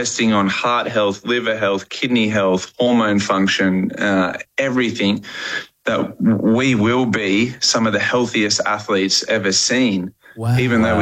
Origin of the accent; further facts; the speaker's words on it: Australia; As an Aussie